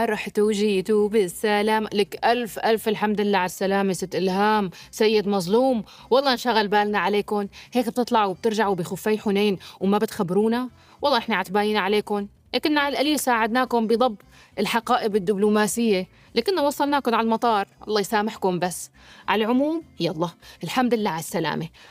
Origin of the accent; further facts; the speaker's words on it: Syria; كلنا كسوريين